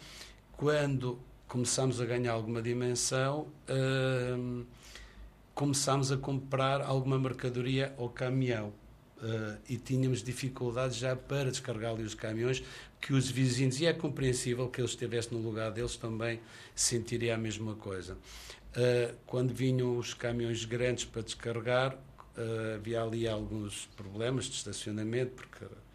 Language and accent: Portuguese; Covilhã, Centro, Portugal; eu sou do Conselho da Covilhã